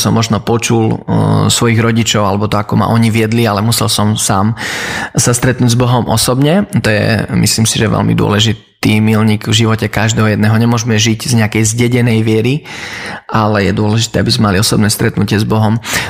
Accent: Romania; moved away as an adult; also born or lived in Banská Bystrica, Slovakia; now in Slovakia; Aj preto také zvláštne meno, lebo narodil som sa v Rumunsku, v takej slovenskej komunite, a vyrastal som v kazateľskej rodine.

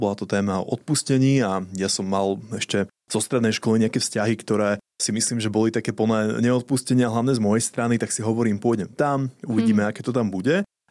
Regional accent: Levice, Nitra Region, Slovakia; now in Bratislava, Slovakia; pochádzam z Lavíc, ale už viac ako 10 rokov žijem v Bratislave, kde pracujem.

